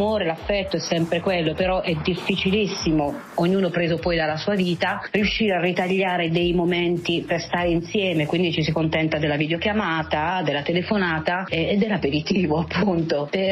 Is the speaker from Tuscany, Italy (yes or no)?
no; Taranto, Apulia, Italy; moved away as an adult; now in Ancona, Italy; chiamo da Ancona, ma sono di Taranto. A 30 anni mi sono dovuta trasferire